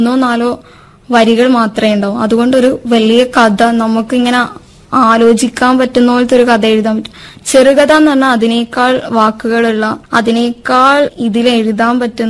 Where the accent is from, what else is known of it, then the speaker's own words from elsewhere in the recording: Iritty, Kerala, India; എന്റെ വീട് ഇരിട്ടിയിലുള്ള പേരട്ട എന്ന് പറഞ്ഞ സ്ഥലത്തും. ഞാൻ പഠിച്ചത് +2 വരെ കുന്നോത്തായിരുന്നു.